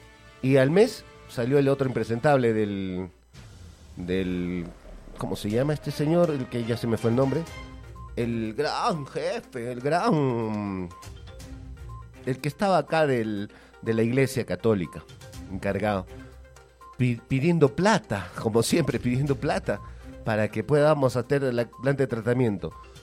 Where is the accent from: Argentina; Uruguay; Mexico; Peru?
Peru; moved away; Somos peruanos